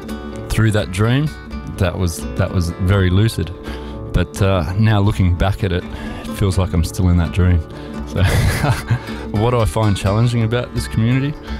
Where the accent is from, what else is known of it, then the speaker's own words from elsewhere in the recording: Geelong, Victoria, Australia; born there; moved away; also born or lived in Queensland; I was born in Geelong in Victoria.